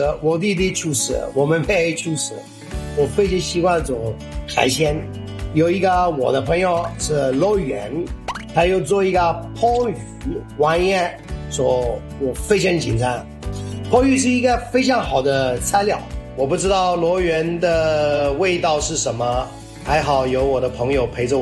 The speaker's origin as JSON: {"language": "Chinese", "region": "Southern Italy", "country": "Italy", "second_language": "Chinese", "moved": "as an adult", "lives_now": "China", "said": "我是意大利人，意大利南部，说我已经是17年了，我在中国，"}